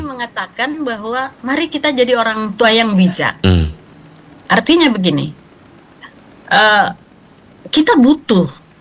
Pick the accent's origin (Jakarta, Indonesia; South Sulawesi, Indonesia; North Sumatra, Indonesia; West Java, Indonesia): South Sulawesi, Indonesia; Tetapi sebagai orang Bugis Makassar, kita bisa jelaskan bahwa ada prinsip-prinsip filosofi yang harus kita pegang.